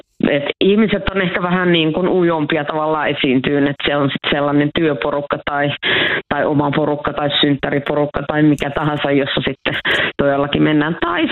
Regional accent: Oulu, North Ostrobothnia, Finland; nyt on koulussa kotikaupungissani ilmakitaran 30-vuotiaat ja on aikoinaan toiminut siellä tällaisena kansainvälisenä ilmakitara-emäntänä jopa ihan tämmöiseen dokumenttiin asti ja silloinkin käytiin karaokeessa, eli Oulun klassisessa karaoke-baarissa.

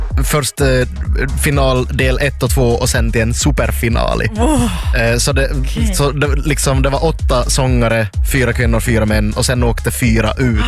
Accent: Finland; man har ju undrat kanske som finlandssvensk som är i ett sånt mellanlandsläge på något vis.

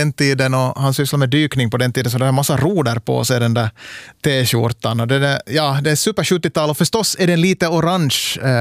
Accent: Smedsby, Ostrobothnia, Finland; jag bodde ju i min ungdom i Smedsby, Korsholm, där utanför Vasa.

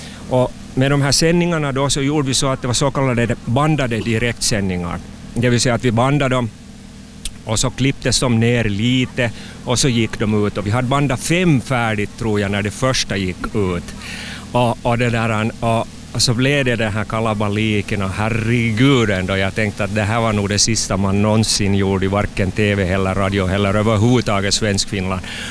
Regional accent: Hanko, Uusimaa, Finland; also born or lived in Canada

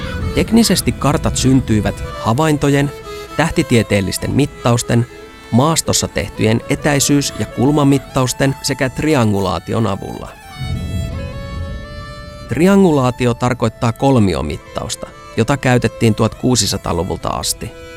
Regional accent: Kemi, Lapland, Finland; Kotikaupunkini Kemi näkyy myös kartta Marinassa.

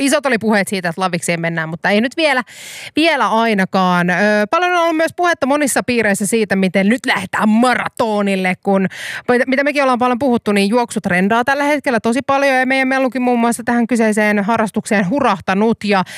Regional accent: Kuopio, North Savo, Finland; moved away; itse olen Kuopiossa kasvanut ja siellä muun muassa paljon elämässäni kävellen ja esimerkiksi pyörällä matkaa kulkenut. Ja mä muistan, miten suuri muutos se oli, kun mä muutin pois Kuopiosta

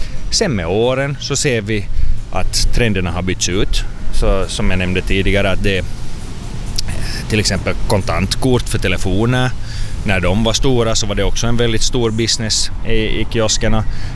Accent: Sweden; jag är uppvuxen i Sverige

